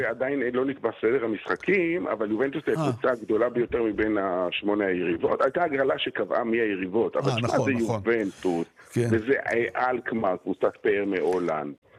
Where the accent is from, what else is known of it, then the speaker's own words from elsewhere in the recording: Beersheba, Southern District, Israel; born there; כן, נולדתי בבאר שבע